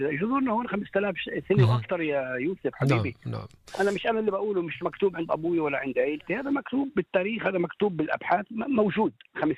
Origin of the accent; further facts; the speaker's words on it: Palestine; جذوري وانتمائي الفلسطيني. فهذا مهم جدا. المطبخ الفلسطيني جزء من بلاد الشام الحبيبة، فأنا أفتخر بإني أنا جزء من بلاد الشام